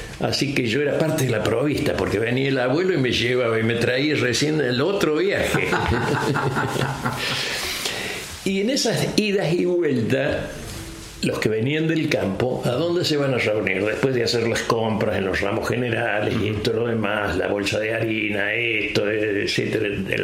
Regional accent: Carrilobo, Córdoba, Argentina; Yo soy nacido en Carrilobo. Un pueblito al sudeste de la provincia de Córdoba. Y el pueblo era un pueblo chico, indudablemente, esos que divide el ferrocarril.

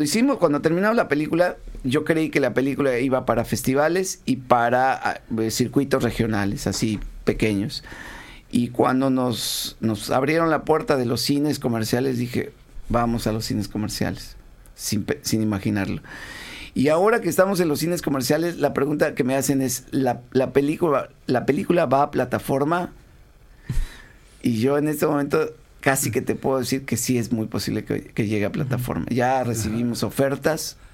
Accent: Uruguay; Yo sí sé, porque soy uruguaya.

